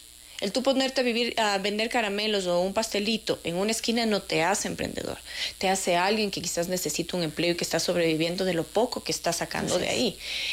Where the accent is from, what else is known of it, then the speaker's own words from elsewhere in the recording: Quito, Pichincha, Ecuador; ese sentimiento de los capitalinos que teníamos de estar orgullosos.